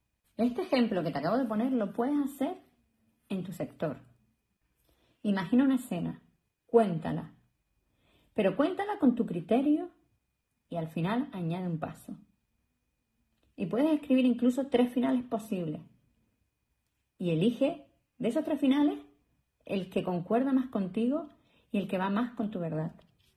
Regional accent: Canary Islands, Spain; accent: Canarian; Yo soy canaria y tengo mi acento propio

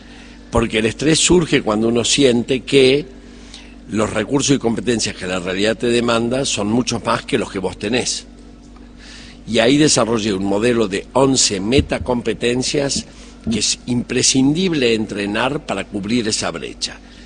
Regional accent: Córdoba, Argentina; accent: Cordobés; also born or lived in Germany; now in Uruguay; Soy cordobés a pesar de que vivo en Uruguay

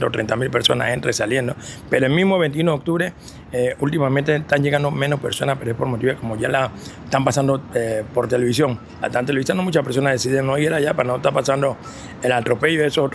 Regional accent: Portobelo, Colón, Panama; Somos oriundos de Portobelo, nacimos, como digo, nací ya mismo en Costa de la Iglesia

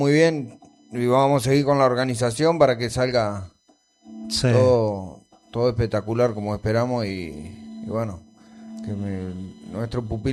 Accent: Margarita, Santa Fe, Argentina; De Margarita, Santa Fe.

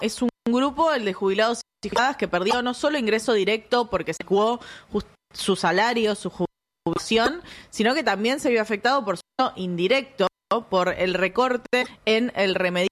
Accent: Argentina; como argentinos y como argentinas

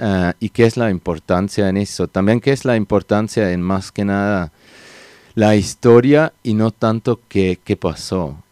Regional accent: Switzerland; mismo yo que vengo de Suiza, y Suiza es un país, creo que se hizo, o sea, hoy en día es bastante escéptico, digamos.

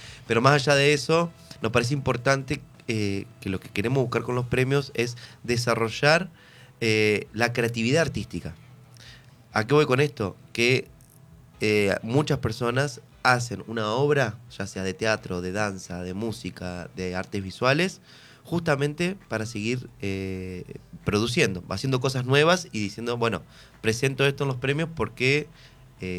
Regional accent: Paraná, Entre Ríos, Argentina; También eso tiene que ver con nuestra construcción como paranaense.

